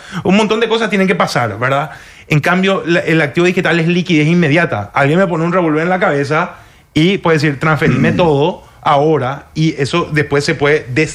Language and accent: Spanish; Paraguay; a mí la resolución personalmente como paraguayo no me afecta en nada.